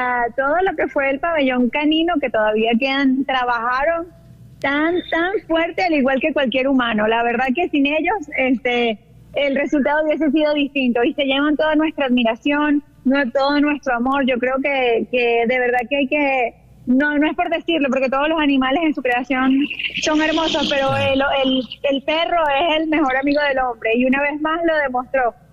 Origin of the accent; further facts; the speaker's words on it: Venezuela; Doy las gracias como venezolana